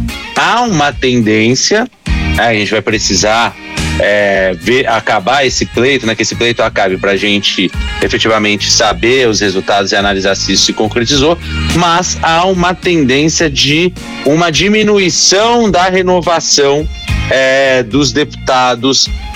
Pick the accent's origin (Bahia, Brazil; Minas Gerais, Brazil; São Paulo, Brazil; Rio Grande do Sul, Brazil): São Paulo, Brazil; o Rio de Janeiro, ele, se eu comparo com São Paulo de onde eu sou